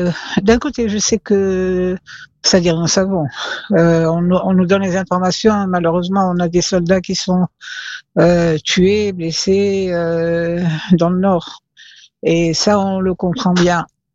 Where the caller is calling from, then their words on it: Jerusalem, Jerusalem District, Israel; J'habite à Jérusalem